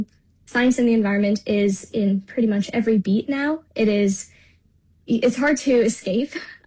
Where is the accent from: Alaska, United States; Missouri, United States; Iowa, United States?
Alaska, United States; Nome; Yeah, I think growing up in Nome, I was just surrounded by various outdoor activities, right?